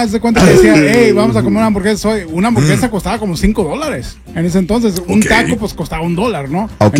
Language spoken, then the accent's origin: Spanish; Los Angeles, California, United States; creciendo en Los Ángeles, California